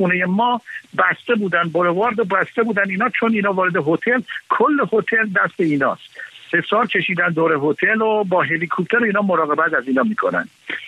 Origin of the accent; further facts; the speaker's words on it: Iran; نه لهجه ما ایرانی ها